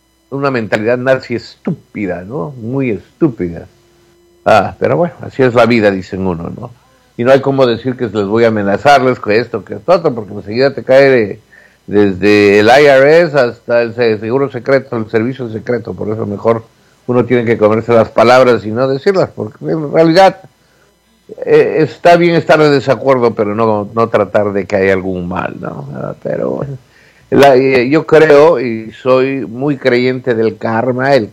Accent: Los Angeles, California, United States; now in Denver, United States; yo crecí, acuérdate, en Los Ángeles.

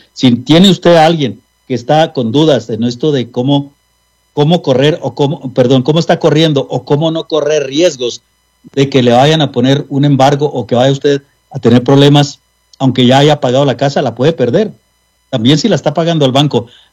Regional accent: Mexico; now in United States; nosotros, como mexicanos, los que vivimos ciertos años allá y otros años acá

